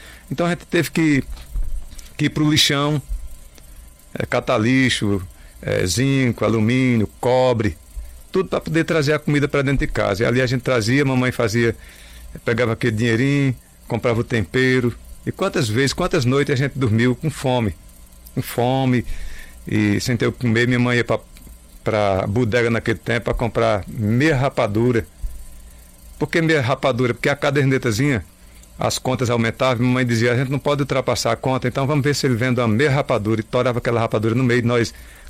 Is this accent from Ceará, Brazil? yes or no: yes; Iguatu, Ceará, Brazil; also born or lived in Cariús, Ceará; Nasci em São Bartolomeu, uma vilazinha de Cariús. Cariús é uma cidade depois de Iguatu. Uma família de 13 filhos. Meu pai teve que ralar muito. Sou filho de um agricultor. As eras de 70, aquela grande seca nos expulsou daquela região.